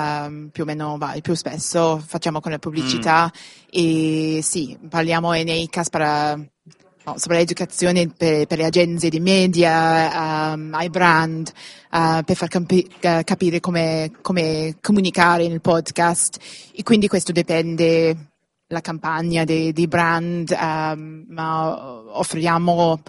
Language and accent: Italian; Wales, United Kingdom; Sono di Gales.